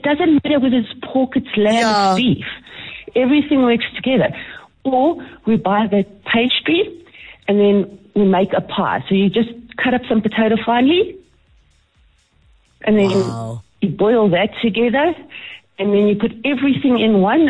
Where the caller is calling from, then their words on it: Centurion, Gauteng, South Africa; I mean, I'm from Centurion.